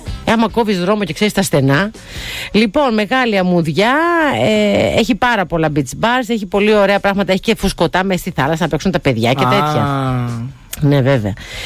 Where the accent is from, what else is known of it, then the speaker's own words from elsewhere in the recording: Alikes, Greece; Οι Αλικές είναι στο χωριό μου.